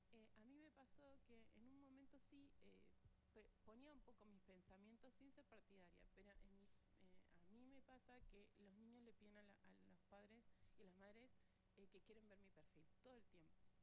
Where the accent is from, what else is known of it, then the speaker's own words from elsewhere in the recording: Neuquén, Argentina; cuando digo que soy de Neuquén